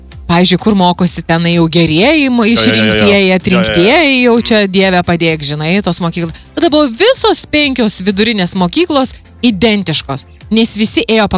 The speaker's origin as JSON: {"language": "Lithuanian", "town": "Panevėžys", "region": "Panevėžys County", "country": "Lithuania", "tie": "born or raised there", "said": "gimtajame mieste Panevėžyje"}